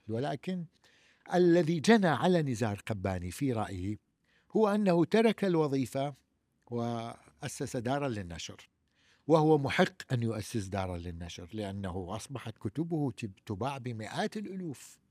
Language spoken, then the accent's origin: Arabic; Mosul, Nineveh, Iraq; ولكننا في الموصل ندعيه